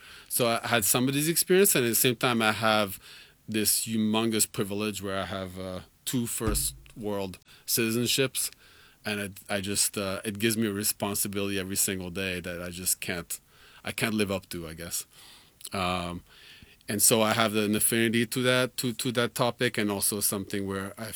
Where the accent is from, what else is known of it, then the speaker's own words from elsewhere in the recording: Île-de-France, France; moved away as an adult; also born or lived in rural Maine; now in United States; So I grew up in suburbs of Paris, northern suburbs of Paris. It's like very inner city-like.